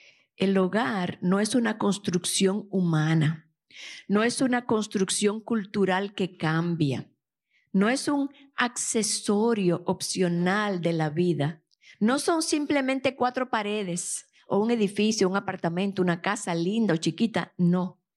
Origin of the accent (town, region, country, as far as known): Dominican Republic; now in United States